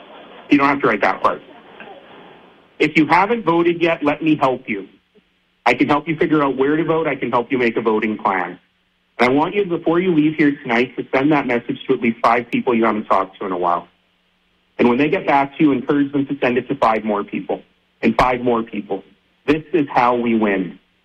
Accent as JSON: {"language": "English", "country": "Canada", "tie": "born there", "said": "Like Ferris, I was born in Canada. I'm not an immigrant. But just barely."}